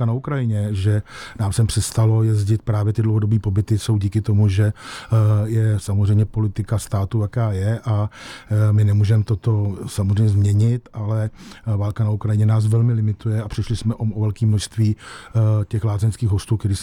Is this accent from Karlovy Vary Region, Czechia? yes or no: yes; Karlovy Vary, Karlovy Vary Region, Czechia; já, rodilý Karlovarák